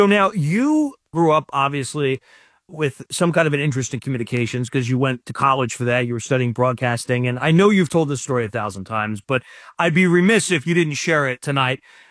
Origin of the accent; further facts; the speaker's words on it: Lehigh Valley, Pennsylvania, United States; We're both Pennsylvania boys. I grew up in Lehigh Valley